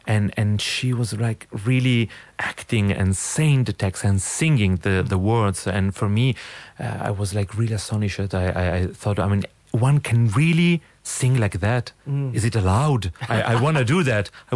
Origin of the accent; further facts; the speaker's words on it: Milan, Lombardy, Italy; I mean, as I grew up in Milano, so when I went to opera was La Scala